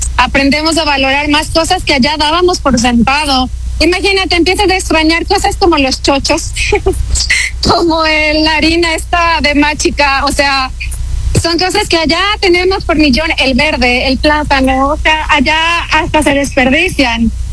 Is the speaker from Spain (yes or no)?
no; Ecuador; moved away as an adult; now in Los Angeles, United States; Yo no llevo mucho tiempo fuera de mi país, un año y medio